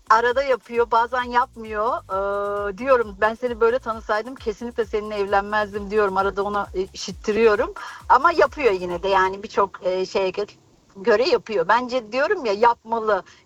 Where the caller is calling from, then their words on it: Frankfurt, Hesse, Germany; Frankfurt.